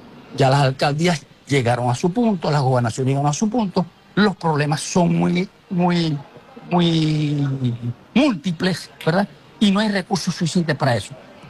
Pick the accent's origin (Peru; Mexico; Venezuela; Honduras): Venezuela; yo tengo confianza en mi país.